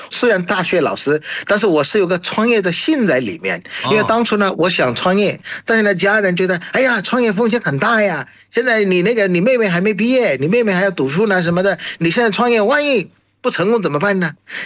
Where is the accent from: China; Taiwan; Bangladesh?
Bangladesh; Chinese is a second language; 我是来自于孟加拉国的